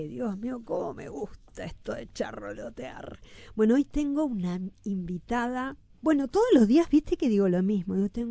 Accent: Buenos Aires, Argentina; now in Uruguay; mis orígenes son de la orilla de enfrente, soy argentina. Más que argentina, soy de Villa Urquiza, lo cual es parecido, pero diferente.

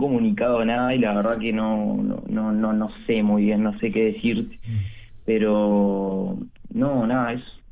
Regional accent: Montevideo, Uruguay; yo estoy de Pocitos.

